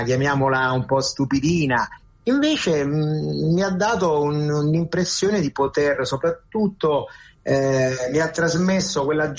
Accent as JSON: {"language": "Italian", "town": "Rome", "region": "Lazio", "country": "Italy", "said": "l'Italia è sempre il mio paese, ma Roma soprattutto è la mia città"}